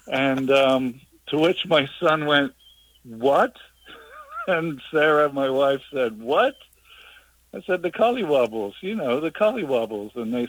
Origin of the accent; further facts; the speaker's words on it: England, United Kingdom; now in Tallahassee, United States; Right. I'm English originally.